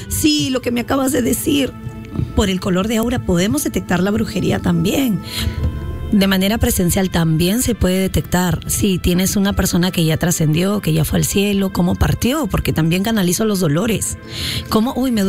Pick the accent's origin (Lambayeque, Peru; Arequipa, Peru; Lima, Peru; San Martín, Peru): Lima, Peru; yo soy de Lima